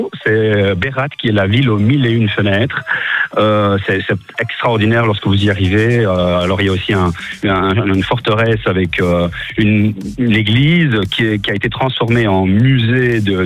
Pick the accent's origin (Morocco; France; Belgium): Belgium; je suis belge aussi.